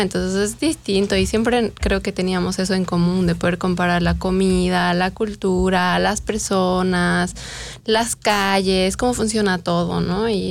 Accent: Bolivia; now in France; yo soy boliviana y yo tenía algún conocimiento europeo.

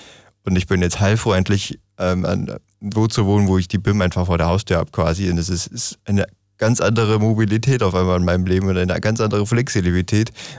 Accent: Germany; now in Linz, Austria; als Deutscher und Österreicher gibt es viele Überschneidungspunkte.

